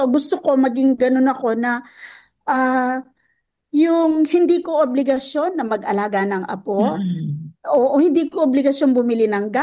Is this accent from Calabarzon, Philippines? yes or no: no; Arayat, Central Luzon, Philippines; Kasi naalala ko, di ba nga, taga-Arayat ako.